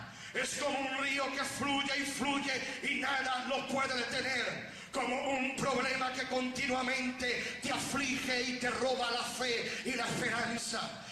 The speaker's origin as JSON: {"language": "Spanish", "country": "Puerto Rico", "said": "En mi país de Puerto Rico, un país de 4 millones de habitantes"}